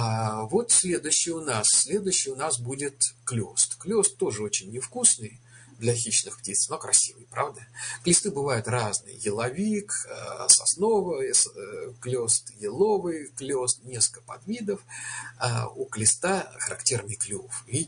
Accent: Moscow, Russia; Я помню, на Арбате, я там вырос, на Арбате, в арбатских переулках.

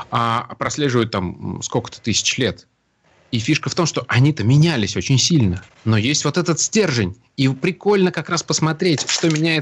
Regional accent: Samara, Samara Oblast, Russia; now in Moscow, Russia; Я родом из Самары, но уже достаточно давно проживу в Москве, поэтому у меня это вырывается иногда.

